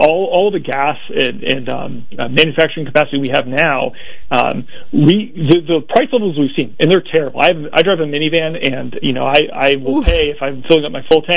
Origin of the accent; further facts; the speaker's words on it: United States; That's offensive to me as a conservative, as an American, and I think it's bad policy.